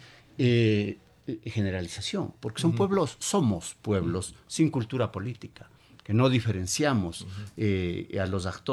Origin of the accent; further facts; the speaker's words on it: Ecuador; soy ecuatoriano